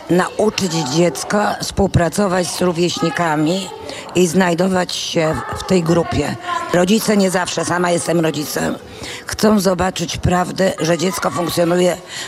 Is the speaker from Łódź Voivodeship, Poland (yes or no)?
yes; Łódź, Łódź Voivodeship, Poland; born there; moved away as an adult; now in Warsaw, Poland; Kiedyś pracowałam w Łodzi, bo jestem łodzianką z wykształcenia i z miejsca urodzenia.